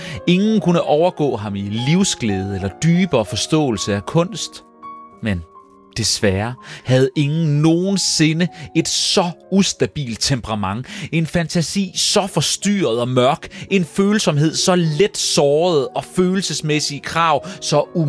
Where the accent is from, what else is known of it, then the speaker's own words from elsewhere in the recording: Jutland, Denmark; jeg er også fra Jylland.